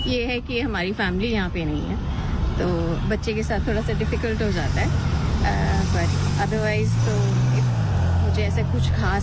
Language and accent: Hindi; Delhi, India; now in Shepparton, Australia; मैं ओरिजिनली दिल्ली से हूँ बट मैं यहाँ पे शेपर्टन में 11 साल से रह रही हूँ।